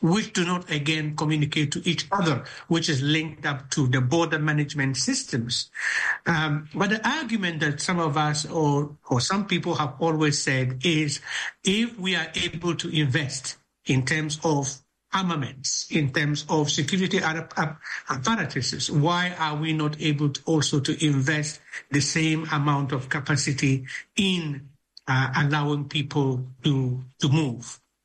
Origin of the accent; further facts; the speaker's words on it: Bawku, Upper East, Ghana; born there; I myself am a Ghanaian and I'm born in the northern part of Ghana. I come from Boku